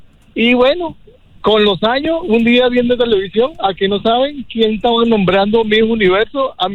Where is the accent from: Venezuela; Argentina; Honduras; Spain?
Venezuela; Maracay, Aragua; moved away; en Maracay, claro, sí. Yo soy venezolano.